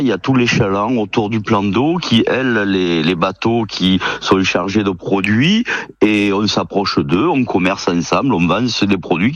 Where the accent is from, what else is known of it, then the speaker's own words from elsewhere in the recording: Provence-Alpes-Côte d'Azur, France; chez nous au Pays des Sorgues.